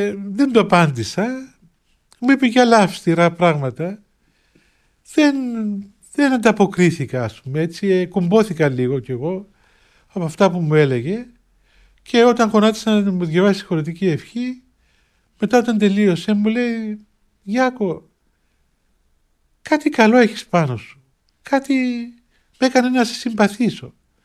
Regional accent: Cyprus; λέω από την Κύπρο γέροντα. Α, από την Κύπρο, λέει. Λέω, ναι, από την Κύπρο.

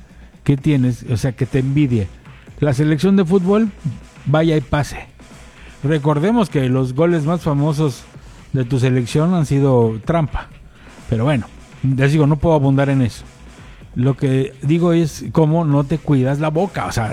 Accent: Mexico; no creo que los mexicanos le tengamos envidia a los argentinos.

